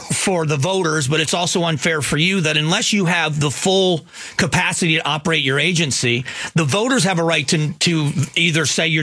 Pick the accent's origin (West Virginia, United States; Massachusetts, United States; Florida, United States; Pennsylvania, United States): Florida, United States; I grew up on airboats. I grew up in Florida. I've been on airboats most of my life.